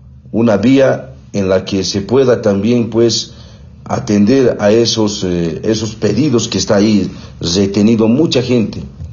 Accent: Bolivia

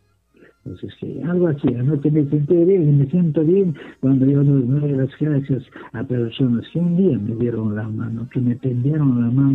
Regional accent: Cusco, Peru; nosotros somos los de Cusco, hinchas del Cienciano

